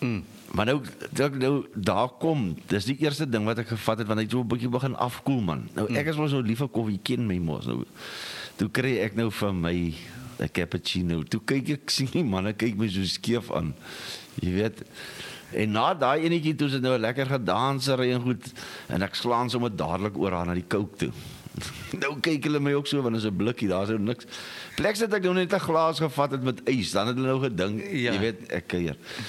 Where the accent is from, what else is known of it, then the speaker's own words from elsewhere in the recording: Kirkwood, Eastern Cape, South Africa; ek kom van Kirkwood af, espresso, wat is dit?